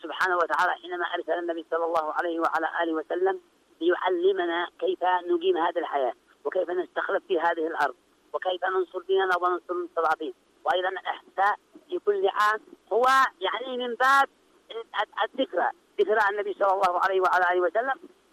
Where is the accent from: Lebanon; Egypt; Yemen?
Yemen; نحن كيمنيين